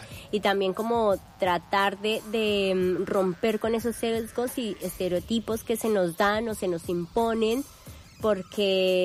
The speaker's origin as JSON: {"language": "Spanish", "region": "Bogotá", "country": "Colombia", "moved": "as an adult", "lives_now": "Buenos Aires, Argentina", "said": "Yo vengo de la ciudad de Bogotá, que es un clima también muy loco."}